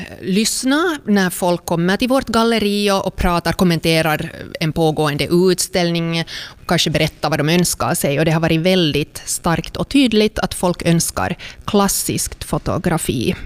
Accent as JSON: {"language": "Swedish", "town": "Helsinki", "region": "Uusimaa", "country": "Finland", "tie": "born or raised there", "moved": "as an adult", "lives_now": "Raseborg, Finland", "said": "Jag är alltså uppvuxen i Helsingfors"}